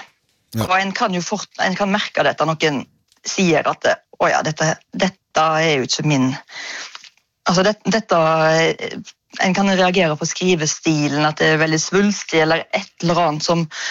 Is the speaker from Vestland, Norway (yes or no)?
yes; Ølen, Vestland, Norway; far min fra Nord-Norge, så hver sommer så pakket foreldrene mine I bilen, og så kjørte vi til Mosjøen fra Ølen, der jeg vokste opp